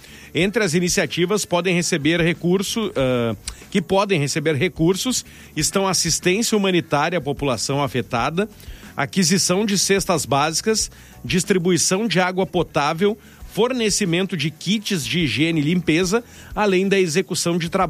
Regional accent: Torres, Rio Grande do Sul, Brazil; Eu que sou de Torres, fui veranista de Torres a vida inteira.

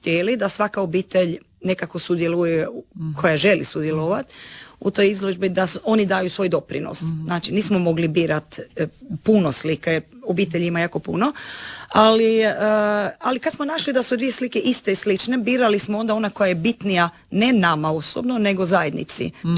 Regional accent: Sveti Petar, Croatia; Sandra nije Svetog Petra pa ne zna, ja jesam

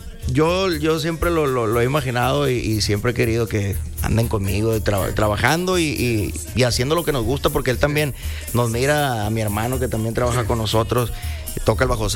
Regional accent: Ciudad Obregón, Sonora, Mexico; de allá somos, de Obregón, sí. Sonora, y bendecidos y orgullosos de ser de allá.

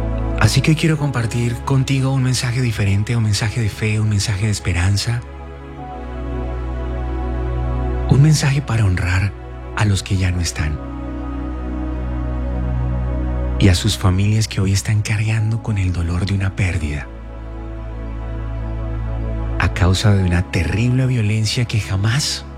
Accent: Colombia; Estoy en Colombia grabando este mensaje, en mi amada Cali

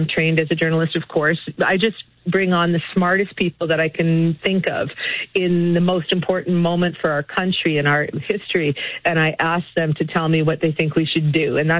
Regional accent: Montreal, Quebec, Canada; Now, the Quebec separatists, I grew up in Montreal. I lived through the first referendum.

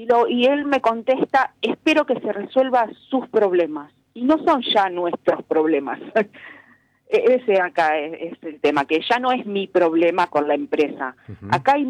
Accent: Rosario, Santa Fe, Argentina; la mayoría de los damnificados somos rosarinos.

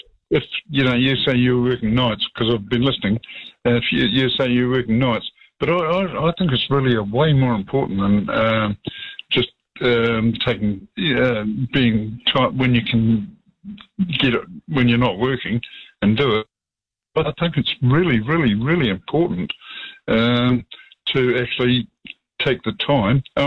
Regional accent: New Zealand; I do truly believe that that's what you, it's part of what you've got to do as a Kiwi.

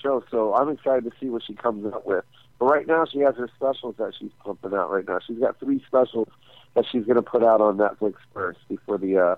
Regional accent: Las Vegas, Nevada, United States; And then that's my hometown too.

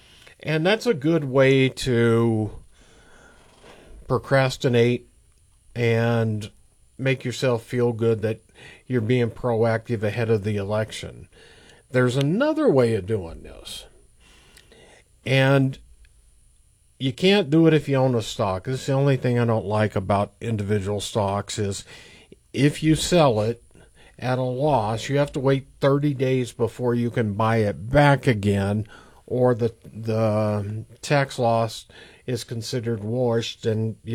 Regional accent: Woodway, United States; I'm from Woodway

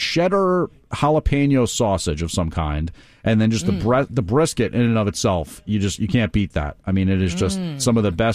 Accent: New Jersey, United States; I am Italian by osmosis, given that I grew up in Essex County, New Jersey, where they would call it prosciutto.

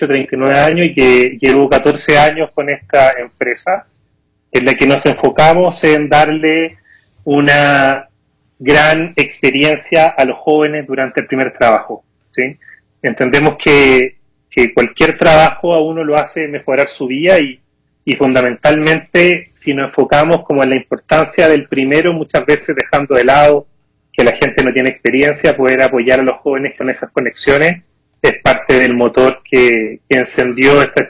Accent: Santiago, Santiago Metropolitan Region, Chile; moved away as an adult; also born or lived in Mexico / Colombia / Peru; now in Medellín, Colombia; Santiago, Chile, actualmente vivo en Medellín, pero sí he estado criado en Santiago, pero con una buena desarrollo viviendo también en México, en Colombia, en Perú

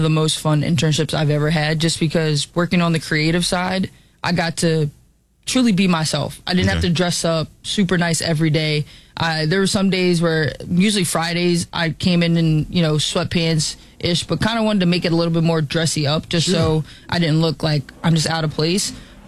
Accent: Philadelphia, Pennsylvania, United States; I'm from Philly. I can take all the heat.

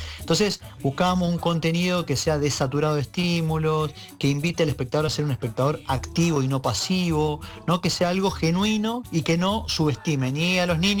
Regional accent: interior, Argentina; A mí me pasa, bueno, acá yo soy del interior y cuando vengo a Buenos Aires tengo mi propio acento de mis pagos, de mis tierras.

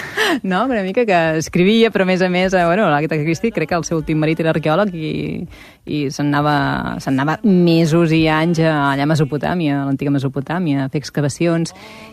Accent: Vilafranca del Penedès, Catalonia, Spain; also born or lived in Barcelona; Vaig néixer a Barcelona, però al cap de res, 3 anyets, ja érem a Vilafranca del Penedès.

